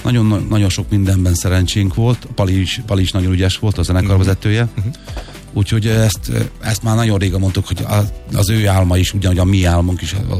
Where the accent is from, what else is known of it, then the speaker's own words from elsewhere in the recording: Tiszafüred, Jász-Nagykun-Szolnok, Hungary; én gyerekkoromban, hogy Tiszafüreden éltem